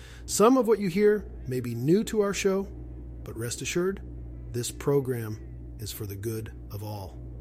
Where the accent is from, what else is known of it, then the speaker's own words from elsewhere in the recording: New Jersey, United States; we get her done in 23 minutes because we're from Jersey and we're in a hurry.